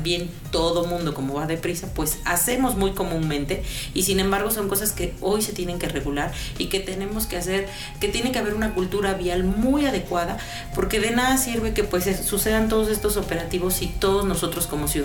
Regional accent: Mexico

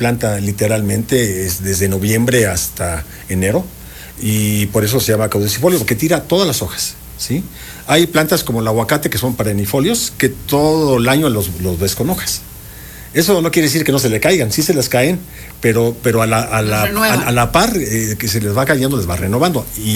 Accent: Tetela de Ocampo, Puebla, Mexico; yo vengo de La Cañada, municipio de Tetela de Ocampo, Puebla.

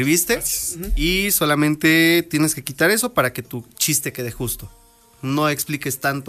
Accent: Nayarit, Mexico; Si no lo mencionamos, venimos de la Rivera Naya.

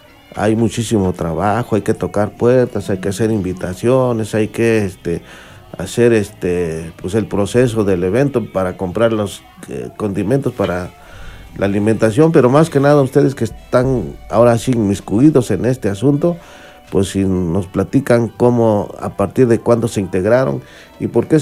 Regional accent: Puebla, Mexico; somos de San Jerónimo

